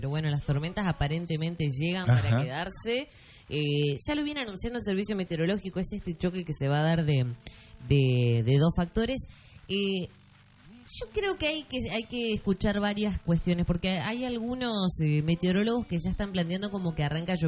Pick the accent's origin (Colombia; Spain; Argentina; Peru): Argentina